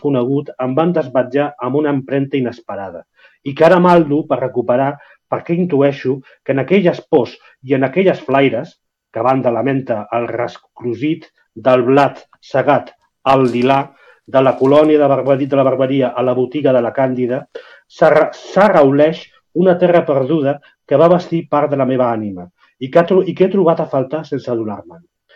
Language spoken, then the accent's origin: Catalan; Barcelona, Catalonia, Spain; I jo que sóc de Barcelona ciutat, és a dir, que no sóc de l'àmbit rural, però clar, també, com que la meva família també ve del món rural